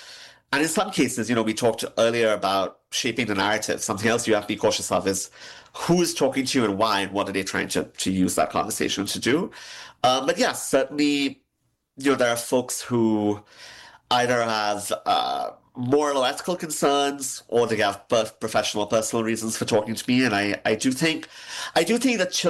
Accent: Pakistan; now in United States; I grew up in Pakistan in the 90s and 2000s

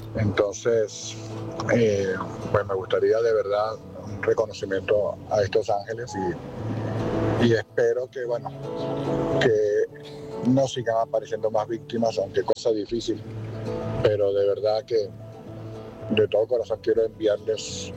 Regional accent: Venezuela; un terrible terremoto, mejor dicho, dos seguidos, azotó a mi tierra, en Venezuela.

